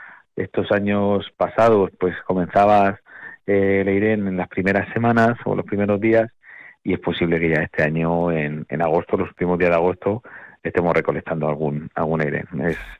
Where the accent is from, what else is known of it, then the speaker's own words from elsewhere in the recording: Villarrubia de los Ojos, Castilla-La Mancha, Spain; Sí, nosotros somos de Villarrubia los que antes comenzamos